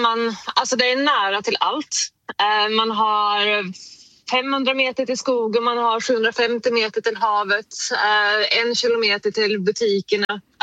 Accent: Värmland, Sweden; also born or lived in Gotland; now in Mönsterås, Sweden; jag är uppväxt upp i Värmland i en bruksort där med, så det är precis likadant där. Och när jag bodde på Gotland så var det ju ännu mindre.

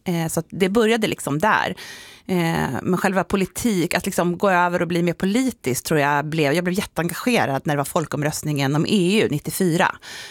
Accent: Nacka, Stockholm County, Sweden; moved away; Utifrån Nacka Värmdö där jag kommer ifrån i Stockholm.

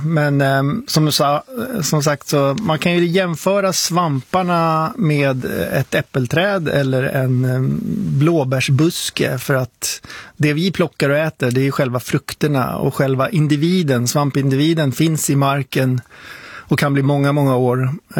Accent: Sweden; Jag är svensk, det är hemligt.

